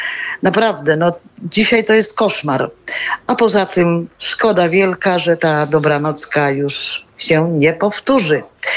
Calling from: Łódź, Łódź Voivodeship, Poland; Dzwonię z Łodzi

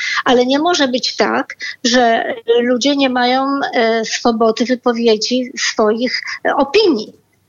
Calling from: Łódź, Łódź Voivodeship, Poland

